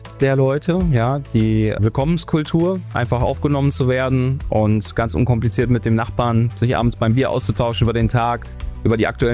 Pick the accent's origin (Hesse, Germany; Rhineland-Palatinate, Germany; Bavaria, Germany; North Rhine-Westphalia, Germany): North Rhine-Westphalia, Germany; Hamm; born there; moved away as an adult; now in Solingen, Germany; Ich komme gebürtig aus Westfalen, aus Hamm in Westfalen. Ja, die Liebe hat mich dann tatsächlich vor 2 Jahren hier nach Solingen-Gräfrath verschlagen.